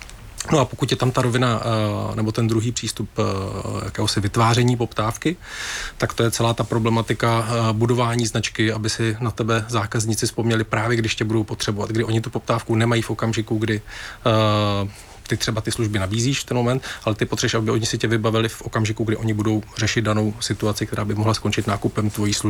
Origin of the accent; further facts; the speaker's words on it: Brno, South Moravian Region, Czechia; já jsem teda z Brna původem a chodil jsem na Gimpl